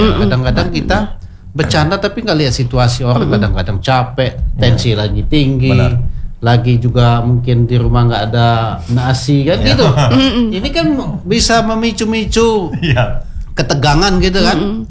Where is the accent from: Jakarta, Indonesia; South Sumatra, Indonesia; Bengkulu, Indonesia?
Bengkulu, Indonesia; kalau kami ini merantau nanti ke Jogja, kami berkata kami orang Bengkulu